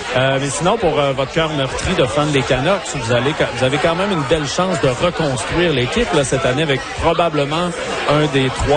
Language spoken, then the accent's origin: French; Montreal, Quebec, Canada; Je suis de Montréal, mais